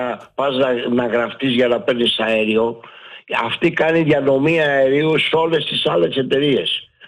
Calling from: Greece; από τον Κέρακα.

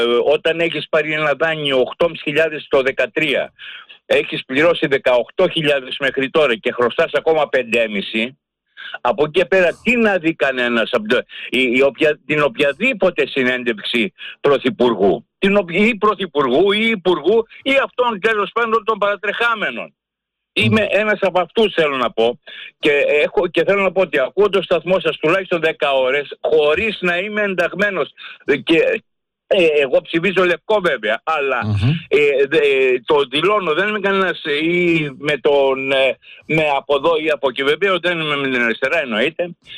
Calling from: Greece; ανήκω μόνο στον εαυτό μου και στην Ελλάδα, στην πατρίδα μου

